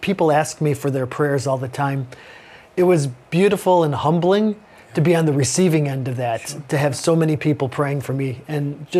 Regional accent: Chicago, Illinois, United States; I'm from Chicago, so I had family and friends who attended that particular baseball game

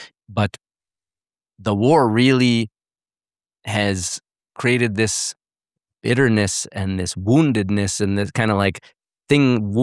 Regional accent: Canada; also born or lived in United States; Although I was born in the States and grew up in Canada

